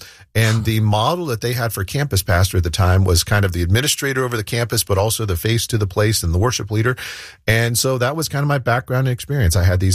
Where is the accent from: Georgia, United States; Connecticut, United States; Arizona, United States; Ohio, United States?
Ohio, United States; I grew up in Southwest Ohio.